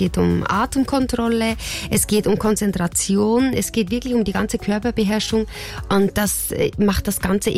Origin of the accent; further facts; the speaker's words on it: Switzerland; Wir sind so eine Schützenfamilie. Bei uns in der Schweiz ist das wirklich so eine Tradition.